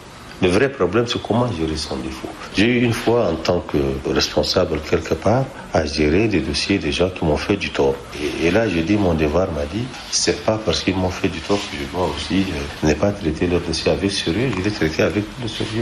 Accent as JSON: {"language": "French", "country": "Chad", "said": "Non, je suis citoyen tchadien."}